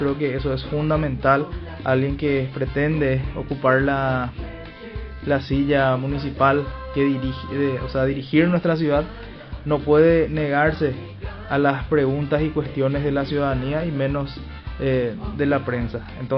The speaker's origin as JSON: {"language": "Spanish", "country": "Paraguay", "said": "Entonces es una fecha muy importante para nosotros como paraguayos."}